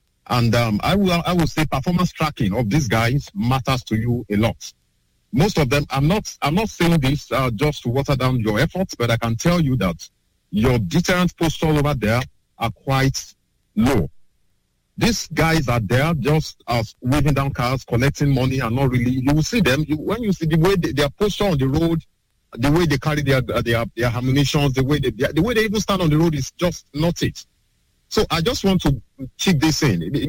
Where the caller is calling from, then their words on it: Ibadan, Oyo, Nigeria; I'm calling from Jericho.